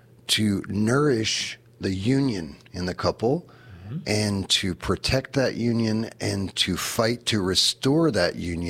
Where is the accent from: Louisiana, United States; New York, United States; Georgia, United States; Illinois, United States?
Louisiana, United States; now in Mexico; I'm from Louisiana.